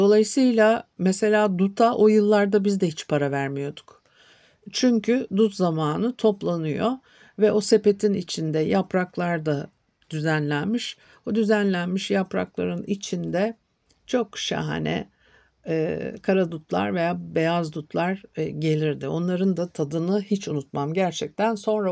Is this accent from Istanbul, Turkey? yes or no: yes; Istanbul, Turkey; Ben Etiler'de, Arnavutköy sırtlarında büyüdüm.